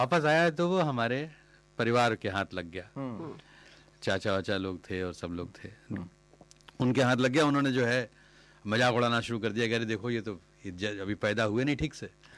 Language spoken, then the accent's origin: Hindi; Raebareli, Uttar Pradesh, India; मैं आया हूँ रायबरेली से, रायबरेली का रहने वाला हूँ.